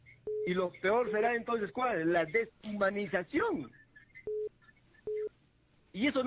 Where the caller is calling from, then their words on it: Juliaca, Puno, Peru; desde Juliaca, Puno, Perú.